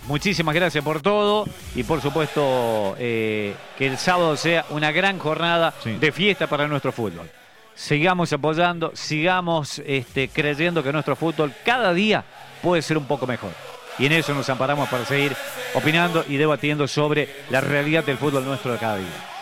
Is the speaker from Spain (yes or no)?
no; Argentina